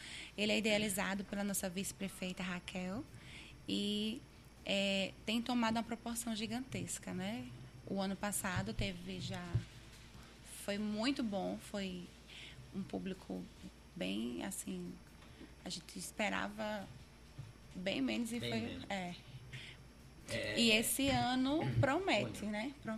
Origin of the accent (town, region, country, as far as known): Macaíba, Rio Grande do Norte, Brazil